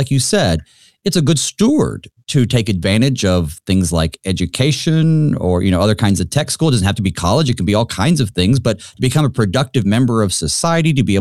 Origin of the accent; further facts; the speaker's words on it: the South, United States; I'm from the South